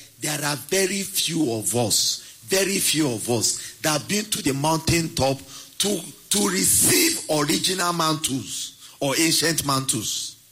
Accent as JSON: {"language": "English", "town": "Ibadan", "region": "Oyo", "country": "Nigeria", "tie": "born or raised there", "said": "When I was growing up, I grew up in University of Ibadan."}